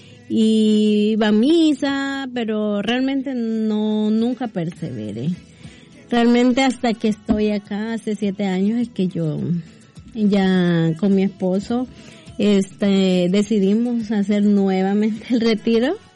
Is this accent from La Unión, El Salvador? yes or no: yes; San Alejo, La Unión, El Salvador; now in San Salvador, El Salvador; Entonces yo me mudé de San Alejo para San Salvador a estudiar